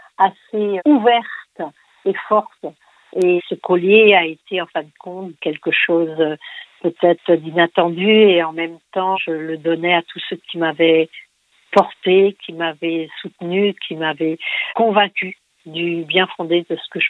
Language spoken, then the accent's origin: French; Rennes, Brittany, France; first language Breton; French is a second language; nous avons été élevés dans la ville de Rennes, tout en langue bretonne.